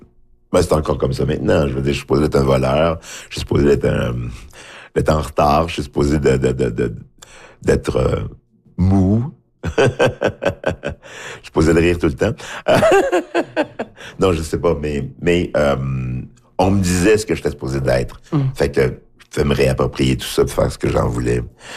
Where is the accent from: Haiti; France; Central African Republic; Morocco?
Haiti; Je dis, oui, je viens d'Haïti, mais je suis en Haïti